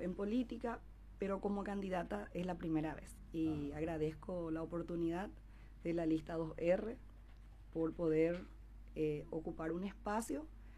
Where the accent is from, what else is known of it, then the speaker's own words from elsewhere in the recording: Ciudad del Este, Alto Paraná, Paraguay; Yo nací y crecí aquí en Ciudad del Este. Mis padres emigraron de la zona del Guairá, son guaireños.